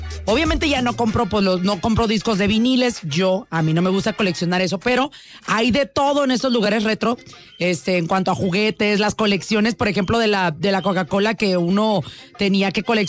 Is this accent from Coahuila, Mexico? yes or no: no; Mazatlán, Sinaloa, Mexico; moved away; hasta mi tierra, Mazatlán, Sinaloa.